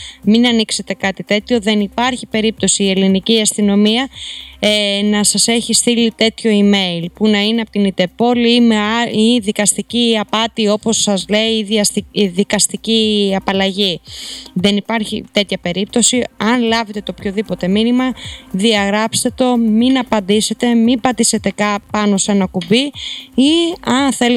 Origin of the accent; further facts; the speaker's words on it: Arta, Epirus, Greece; για την πόλη μου την Άρτα